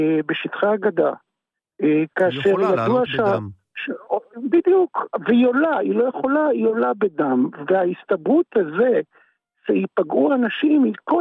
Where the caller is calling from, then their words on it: Central District, Israel; אני מאזור שרון.